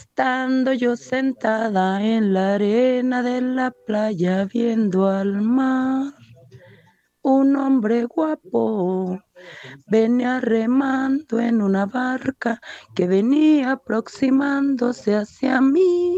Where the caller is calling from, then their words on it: Jacona, Michoacán, Mexico; de Jacona, bendecido sabadito